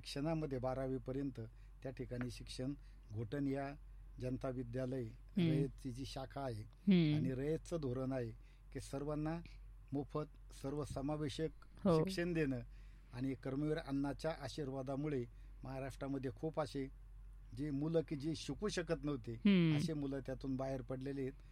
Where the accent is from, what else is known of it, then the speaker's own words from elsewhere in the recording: Hasnapur, Maharashtra, India; मी proper Shevgaon तालुक्यातला हसनापूर गाव हे जे म्हणजे आवर्षण प्रवण क्षेत्रात मोडणारं गाव आहे आणि ऊस तोडणी कामगारांचा मुलगा आहे.